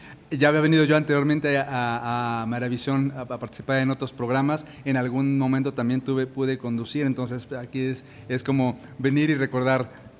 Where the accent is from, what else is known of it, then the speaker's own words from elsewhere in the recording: Mexico City, Mexico; now in Guadalajara, Mexico; soy de la Ciudad de México, me vine a vivir a Guadalajara ya hace muchos años. Soy de Jalisco adoptado, pero muy, muy contento, aquí ya me casé, aquí nació mi hija.